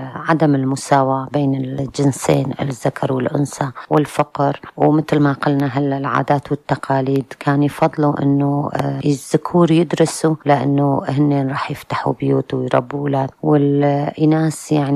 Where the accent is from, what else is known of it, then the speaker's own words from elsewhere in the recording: Qamishli, Al-Hasakah Governorate, Syria; Arabic is a second language; نحن كبرنا بالحي الغربي بالقامشلي بالحارة الغربية معروفة كبرنا بحارة شعبية حارة كلها بيوت طينية وحواش عربية